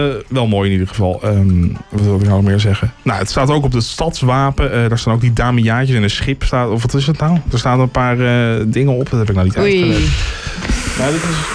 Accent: Haarlem, North Holland, Netherlands; En dan komen wij als Haarlemmers de muggen in beeld.

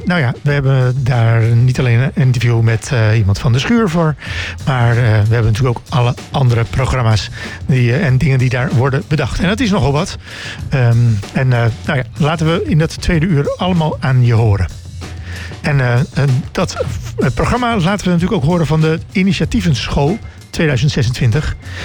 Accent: Haarlem, North Holland, Netherlands; Maar ja, wij als Haarlemmers weten natuurlijk dat je natuurlijk nooit met de auto naar het strand moet gaan als het mooi weer is.

